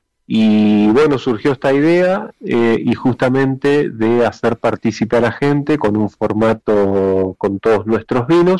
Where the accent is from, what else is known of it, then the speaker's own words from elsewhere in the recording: Buenos Aires, Argentina; moved away as an adult; now in Mendoza, Argentina; yo soy de Buenos Aires y hace 4 años y medio que decidí venir a vivir a Mendoza